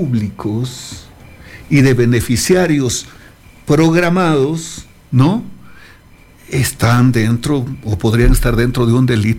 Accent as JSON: {"language": "Spanish", "region": "Loja", "country": "Ecuador", "moved": "yes", "said": "buenas tardes a esta gran audiencia que en 99.9 me escuchan en mi tierra."}